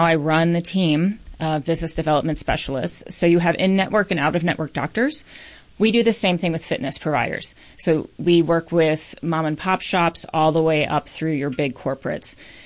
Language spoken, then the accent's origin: English; Philadelphia, Pennsylvania, United States; now in Minnesota, United States; I'm not from Minnesota originally. I'm from the Philadelphia area.